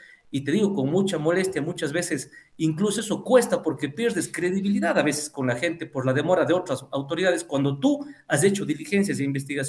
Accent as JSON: {"language": "Spanish", "country": "Ecuador"}